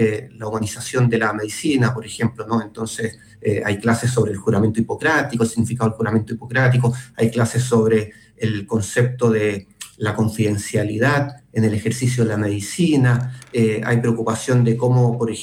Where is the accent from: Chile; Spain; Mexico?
Chile; somos muchos los chilenos y no todos somos de la misma manera